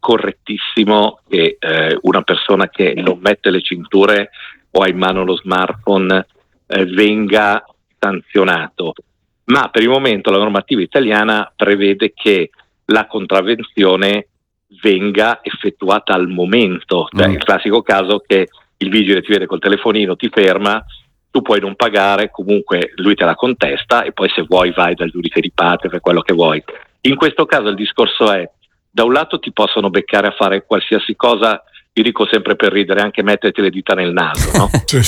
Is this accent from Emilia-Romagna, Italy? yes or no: no; Milan, Lombardy, Italy; io sono milanese, Milano